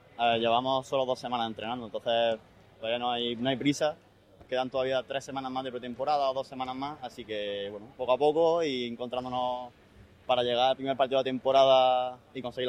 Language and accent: Spanish; Granada, Andalusia, Spain; now in Motril, Spain; yo soy de Granada, o sea que llevaba 3 años fuera